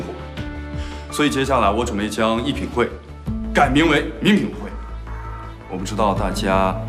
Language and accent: Chinese; China; 现在我们中国人生活条件好了，